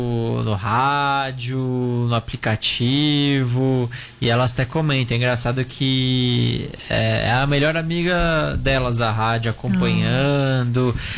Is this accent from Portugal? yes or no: no; São Bernardo do Campo, São Paulo, Brazil; born there; also born or lived in São Caetano do Sul; now in Santo André, Brazil; Eu também nasci em São Bernardo.